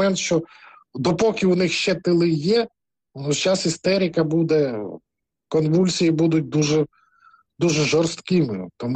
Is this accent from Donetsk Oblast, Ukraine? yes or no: no; Crimea, Ukraine